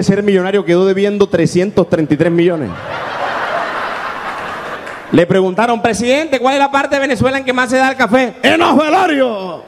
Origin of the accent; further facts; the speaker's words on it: Caribbean coast, Colombia; nosotros los colombianos nos dividimos en regiones. Nosotros somos los costeños.